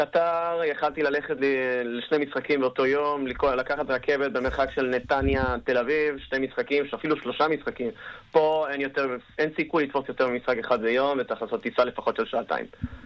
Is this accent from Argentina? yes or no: yes; Argentina; אז בתור ארגנטינאי, הולכת למסי